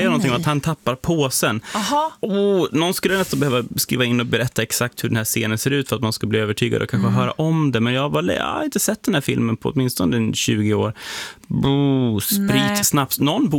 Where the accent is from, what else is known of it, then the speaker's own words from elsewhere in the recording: Sollefteå, Västernorrland County, Sweden; born there; jag är född i Sollefteå